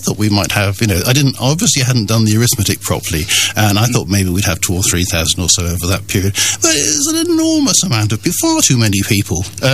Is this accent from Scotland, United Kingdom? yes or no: no; Cheltenham, South West England, United Kingdom; born there; I was born in Cheltenham. When I came back to Cheltenham about 5 years ago